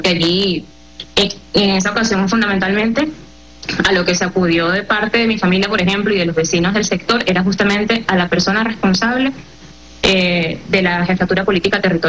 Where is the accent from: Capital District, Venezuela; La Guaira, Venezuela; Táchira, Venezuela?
La Guaira, Venezuela; pero yo soy de La Guaira y bueno, he venido aquí también sintiendo bastante lo que ha ocurrido.